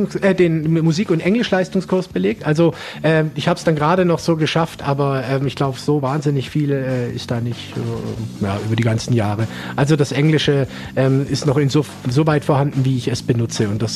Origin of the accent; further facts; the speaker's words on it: Germany; Und es ist für mich vielleicht auch als Deutscher so, dass also deutsche Texte produzieren sehr, sehr klare und direkte Bilder und das ist sehr, sehr nah.